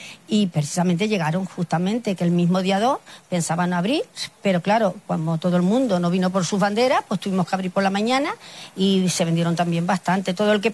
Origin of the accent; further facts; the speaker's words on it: Ceuta, Spain; De decir que Ceuta es nuestra y que la queremos y somos españoles.